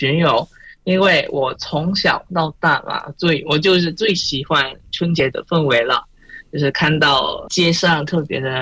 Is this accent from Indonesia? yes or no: yes; Pontianak, West Kalimantan, Indonesia; now in Jakarta, Indonesia; 在坤甸我的家乡